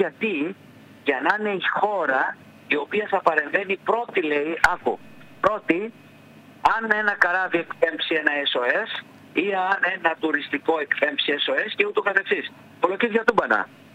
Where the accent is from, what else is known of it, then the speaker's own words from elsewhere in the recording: Samos, North Aegean, Greece; την ιδιαίτερη πατρίδα μου, τη Σάμο